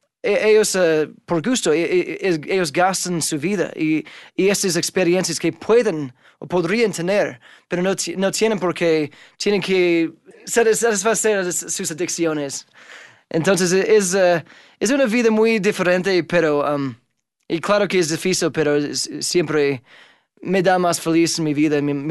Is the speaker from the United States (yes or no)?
yes; United States; Spanish is a second language; cuando digo que soy de Utah o Los Ángeles o algo, después me preguntan cómo aprendí español y todo eso